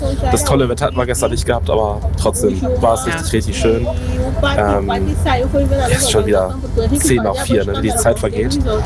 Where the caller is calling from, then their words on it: Hildesheim, Lower Saxony, Germany